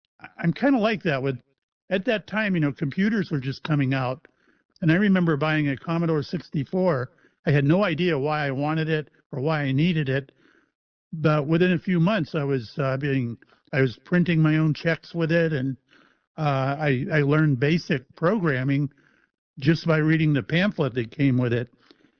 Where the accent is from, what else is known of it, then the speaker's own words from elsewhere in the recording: Mayport, Florida, United States; I was on the Shangri-La out of my hometown of Mayport, where I live.